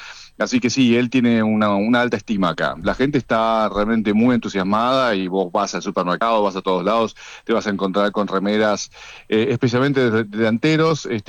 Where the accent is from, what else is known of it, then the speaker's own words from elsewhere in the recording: Argentina; Pero bueno, yo como argentino obviamente pienso que no lo van a lograr.